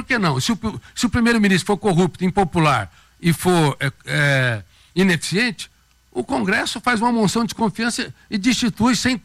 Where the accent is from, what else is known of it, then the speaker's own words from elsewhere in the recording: Colina, São Paulo, Brazil; born there; na minha querida cidade, onde eu nasci, Colina.